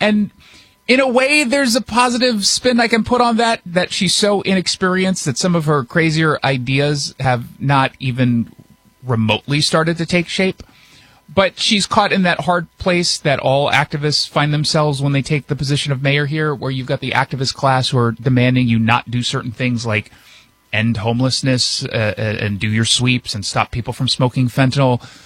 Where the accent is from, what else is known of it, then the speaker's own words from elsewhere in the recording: Los Angeles, California, United States; also born or lived in New York; So I've been here 17 years or so. So I was born in New York, but I grew up in Los Angeles.